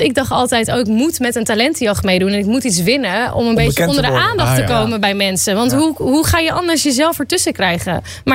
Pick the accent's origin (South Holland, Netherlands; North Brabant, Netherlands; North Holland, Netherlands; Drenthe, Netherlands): North Holland, Netherlands; Hoorn; born there; now in Amsterdam, Netherlands; Ik ben geboren in Horen.